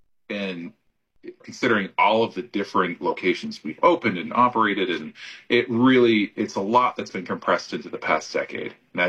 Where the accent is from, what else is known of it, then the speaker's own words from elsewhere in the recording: Brandon, Vermont, United States; Brandon, Vermont, my hometown where I grew up.